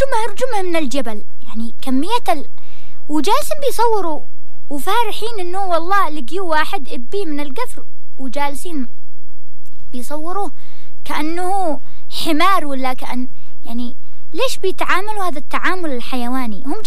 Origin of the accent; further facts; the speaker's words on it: Sanaa, Amanat Al Asimah, Yemen; عندنا في صنعاء